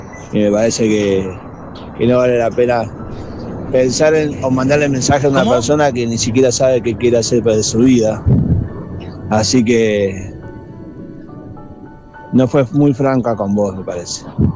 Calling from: Buenos Aires, Argentina; de Capital.

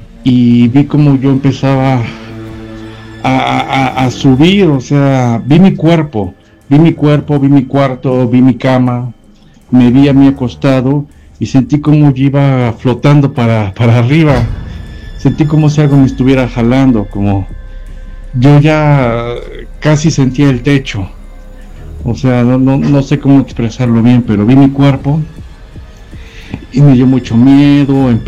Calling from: Puebla, Mexico; Soy de aquí de Puebla. Esto me pasó cuando yo tenía 16, 17 años aproximadamente. Ya tengo 40.

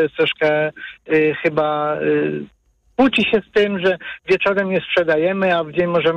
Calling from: Łódź, Łódź Voivodeship, Poland; u nas w Łodzi

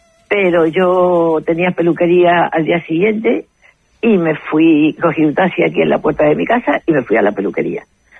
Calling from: Ceuta, Spain; me dice, me han dicho que eres de Ceuta

